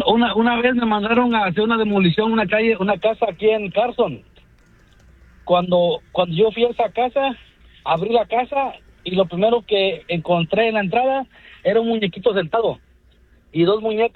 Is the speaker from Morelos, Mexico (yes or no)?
yes; Morelos, Mexico; Que me escucho medio italiano, pero soy mexicano.